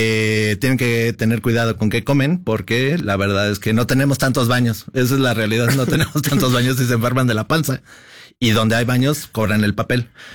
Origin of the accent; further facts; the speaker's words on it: Mexico City, Mexico; los de la Ciudad de México